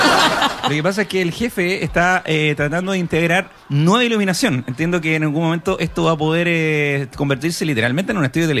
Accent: Chile; ahí todos somos chilenos, todos nos unimos

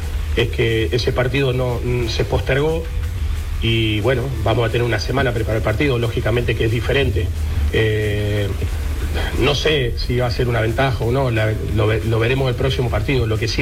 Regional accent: Argentina; now in Chile; Yo soy argentino, nacionalizado, llevo 30 años, pero pero represento totalmente al fútbol chileno. Llevo 30 años ahí en el país

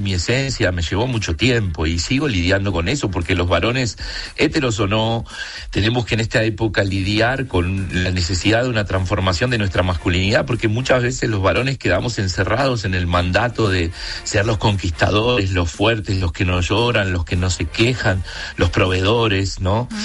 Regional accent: Buenos Aires, Argentina; en este caso soy un gay porteño argentino

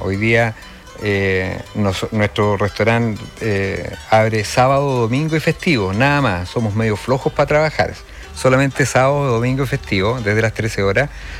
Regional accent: Viña del Mar, Valparaíso, Chile; born there; also born or lived in Santiago

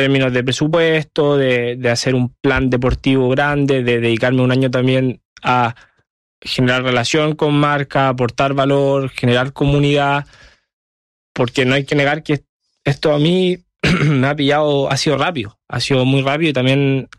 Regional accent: Chile; now in Spain; soy chileno

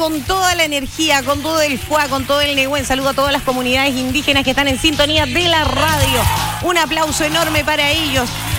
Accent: Osorno, Los Lagos, Chile; yo soy de Osorno

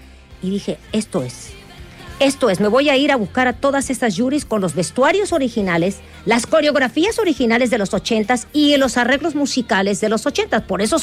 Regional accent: Mexico; Yo soy la mexicana más chilena

